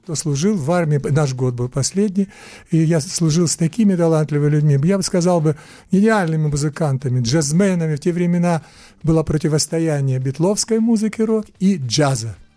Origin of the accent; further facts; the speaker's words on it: Donetsk, Donetsk Oblast, Ukraine; moved away as an adult; Я родился в Донецке